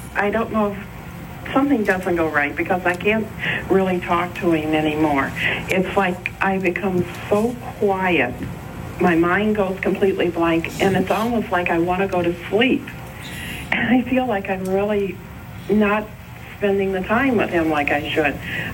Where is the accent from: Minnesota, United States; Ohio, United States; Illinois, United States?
Ohio, United States; Barberton; I'm from Barberton, Ohio.